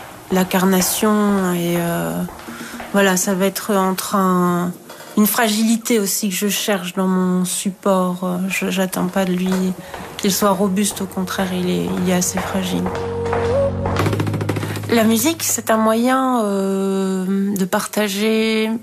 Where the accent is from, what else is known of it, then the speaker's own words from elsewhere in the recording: Belgium; born there; Alors j'ai un vrai passeport saint-marinais. Je suis saint-marinaise et franco-belge. Je suis née en Belgique. Je cumule les cartes d'identité et les passeports.